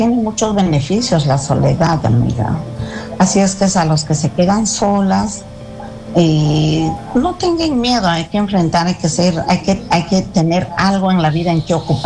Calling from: Ayacucho, Peru

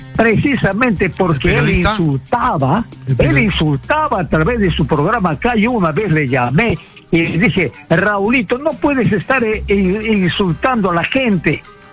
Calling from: Iquitos, Loreto, Peru; de Iquitos, te estoy llamando.

